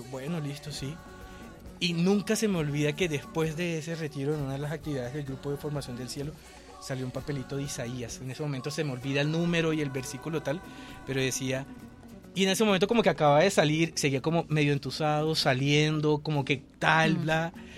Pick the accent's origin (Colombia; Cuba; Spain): Colombia; Valledupar, Cesar; yo soy de Valledupar